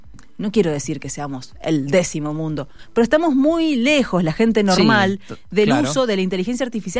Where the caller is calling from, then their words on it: Carrodilla, Mendoza, Argentina; Buen fin de chicos … de Carrodilla.